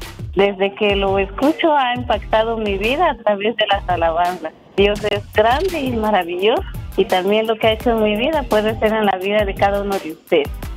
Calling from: Momostenango, Totonicapán, Guatemala; los saludo desde Momocenango, Guatemala.

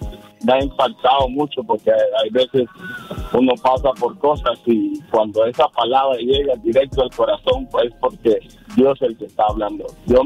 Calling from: Albuquerque, New Mexico, United States; Escucho función de aquí de Albuquerque, Nuevo México. Soy misionero.

